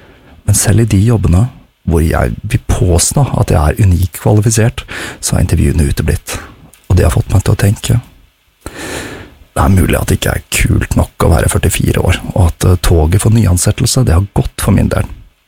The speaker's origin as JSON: {"language": "Norwegian", "region": "Oslo", "country": "Norway", "tie": "born or raised there", "said": "Nå som jeg har flyttet tilbake til min hjemby Oslo"}